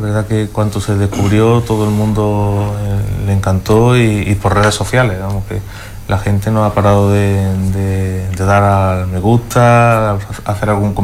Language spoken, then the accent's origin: Spanish; Marmolejo, Andalusia, Spain